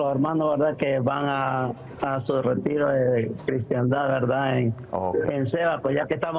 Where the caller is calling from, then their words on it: Jinotega, Nicaragua; de Nicaragua le llamo.